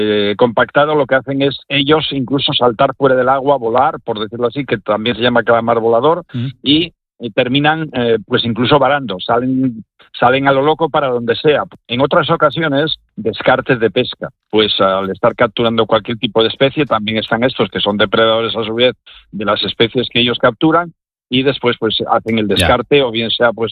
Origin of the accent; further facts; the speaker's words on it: Asturias, Spain; Yo soy del oriente de Asturias